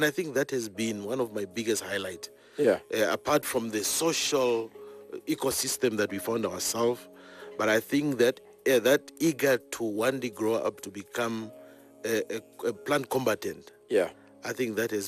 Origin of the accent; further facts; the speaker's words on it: Angola; also born or lived in East Germany; And you must remember that whilst we're coming from Angola, we were also trained, or we lived into a more socialist setup, a communist setup. So when we went to East Germany, it was even more a communist country.